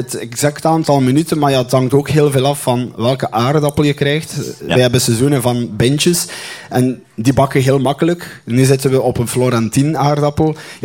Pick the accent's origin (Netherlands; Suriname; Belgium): Belgium; Ardooie, Flanders; Lauraline, dat is mijn achtergebuur geweest. We zijn allebei van Ardooien.